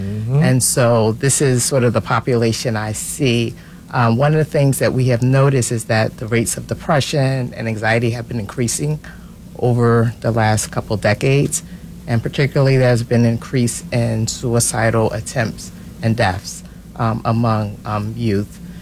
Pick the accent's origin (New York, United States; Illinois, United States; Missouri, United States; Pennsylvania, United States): Pennsylvania, United States; Philadelphia; I came from Mount Airy